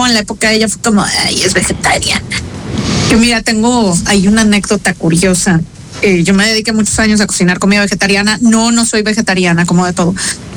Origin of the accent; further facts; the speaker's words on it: Mexico; now in Vitoria, Spain; Y yo, es que soy mexicana. Y yo les digo, sí. Es que sabes que I'm Mexican.